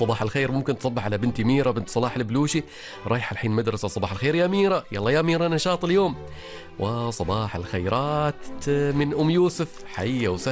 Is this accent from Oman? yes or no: yes; Oman; accent: Omani; في كلمات نستخدمها في لهجتنا العمانية